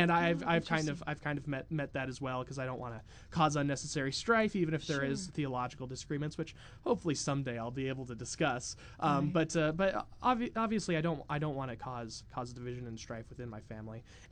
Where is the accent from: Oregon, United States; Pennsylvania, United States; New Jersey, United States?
Oregon, United States; La Grande; moved away; I'm from Eastern Oregon, La Grande.